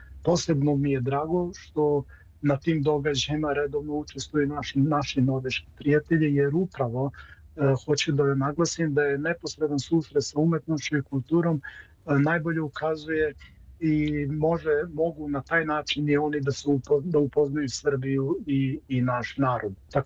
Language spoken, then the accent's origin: Serbian; Kosovo; now in Scandinavia; posebno sam se zadnje godine i opredelio da i nekako sačuvamo i dijalekt, baš s obzirom da dolazim sa Kosova i Metohije, napisao sam i nekoliko knjiga na dijalektu.